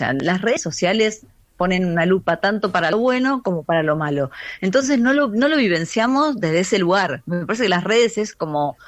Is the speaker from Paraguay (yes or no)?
no; Argentina; moved away; yo cuando me fui de Argentina, en Argentina me fue siempre genial